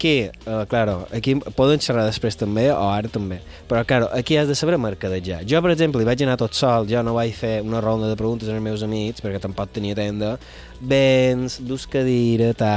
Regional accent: Balearic Islands, Spain; no podem estar junts perquè som de Mallorca i no s'hi pot viure.

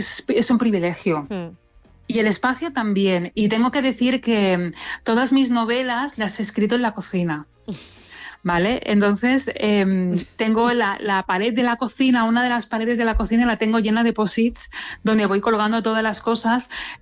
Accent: Andratx, Balearic Islands, Spain; born there; me encanta mi pueblo y volverá a salir Andratx también.

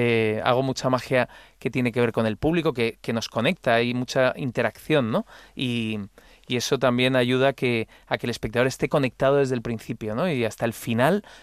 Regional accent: Madrid, Community of Madrid, Spain; Sí, pero no soy mostoleño, es que Móstoles está como no.

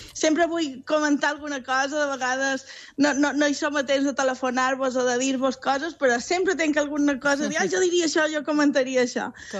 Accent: Magaluf, Balearic Islands, Spain; i som de Magaluf, i ben orgullosa

